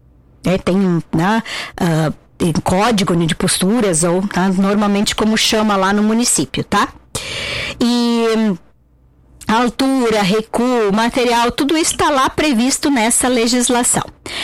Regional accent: Nova Petrópolis, Rio Grande do Sul, Brazil; also born or lived in Porto Alegre; now in Nova Prata, Brazil; eu não sou de Nova Prata, eu estou morando agora aqui, acabou de fazer 2 anos, eu venho de Porto Alegre, eu sou de Nova Petrópolis, morava em Porto Alegre e agora estou aqui em Nova Prata.

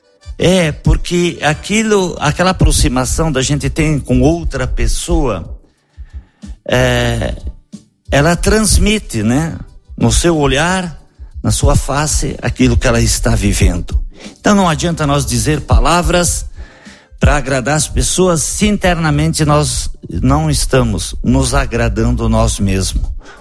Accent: Marau, Brazil; que bom que nós somos de Marau, que bom que nós moramos em Marau.

